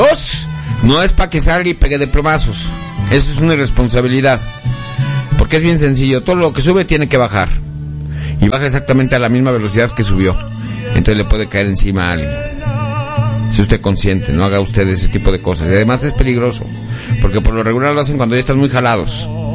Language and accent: Spanish; Mexico; los mexicanos decimos ese tipo de cosas.